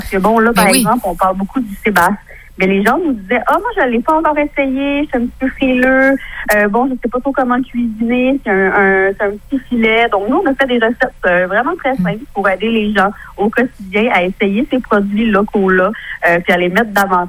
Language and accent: French; Quebec, Canada; en tant que gaspésien